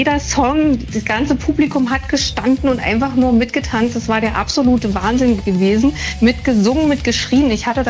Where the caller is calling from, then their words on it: Berlin, Germany; Also ich komme eigentlich aus Berlin